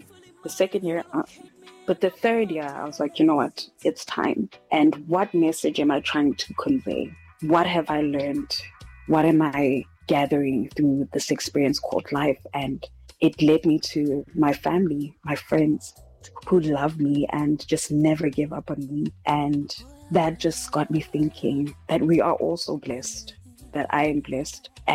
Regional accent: South Africa; I'm also from South Africa, where I'm from.

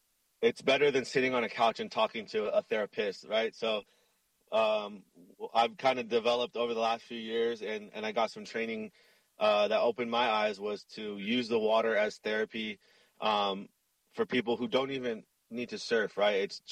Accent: Makaha, Hawaii, United States; Growing up in Makaha and seeing these guys use literally anything to surf

